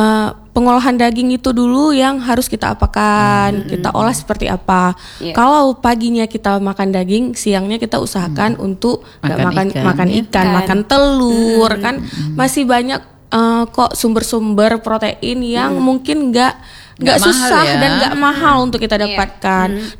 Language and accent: Indonesian; Aceh, Indonesia; kalau kita orang Aceh